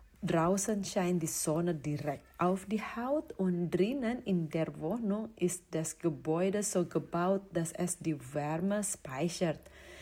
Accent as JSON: {"language": "German", "country": "Indonesia", "moved": "as an adult", "lives_now": "Germany", "said": "Ich komme aus Indonesien. Seit 2018 wohne ich mit meinem Mann und meiner Tochter in Deutschland."}